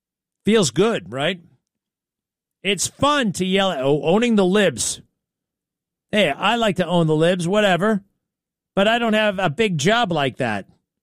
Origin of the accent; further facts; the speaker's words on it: Garden City, New York, United States; Garden City on Long Island. My hometown, by the way. A glorious, beautiful town.